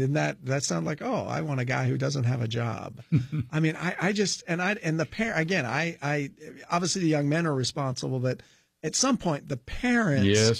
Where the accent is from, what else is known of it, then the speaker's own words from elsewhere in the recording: Scotland, United Kingdom; I'm not going to defend the French. I'm Scottish. I just declared my allegiance.